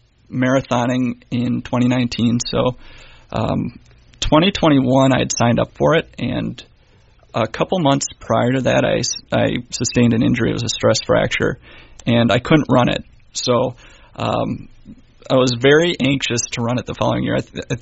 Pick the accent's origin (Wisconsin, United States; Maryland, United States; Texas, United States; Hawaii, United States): Wisconsin, United States; Ashwaubenon; moved away as an adult; also born or lived in Madison, Wisconsin / Milwaukee area, Wisconsin; now in Fox Valley, Wisconsin, United States; I'm a Wisconsinite, born and raised in Ashwaubenon. Went to school in Madison, lived there for a while, lived in the Milwaukee area for a while, and came here in, like I said, 2012.